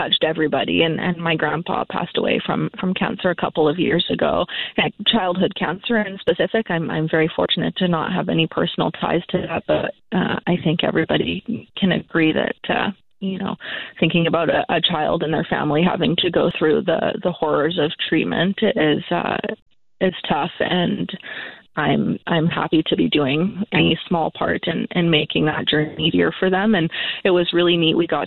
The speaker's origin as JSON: {"language": "English", "town": "Comox", "region": "British Columbia", "country": "Canada", "tie": "born or raised there", "said": "You know, I grew up in the Comox Valley, and very fortunate to say so"}